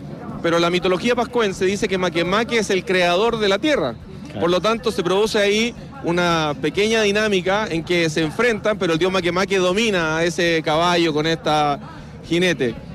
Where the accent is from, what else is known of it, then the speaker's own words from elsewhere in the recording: Santiago, Santiago Metropolitan Region, Chile; Bueno, nosotros somos de Santiago, pero con raíces parralinas